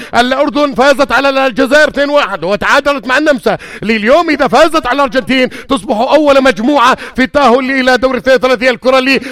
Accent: Syria

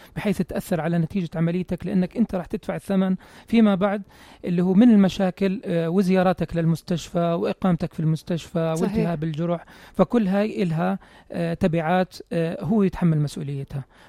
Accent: Jordan; احنا بالأردن

